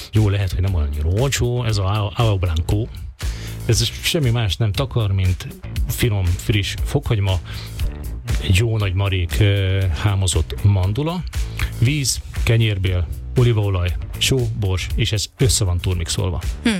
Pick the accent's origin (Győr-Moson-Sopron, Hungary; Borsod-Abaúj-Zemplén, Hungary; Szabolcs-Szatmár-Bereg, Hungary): Szabolcs-Szatmár-Bereg, Hungary; szabolcsi származású vagyok, tehát Szabolcsországban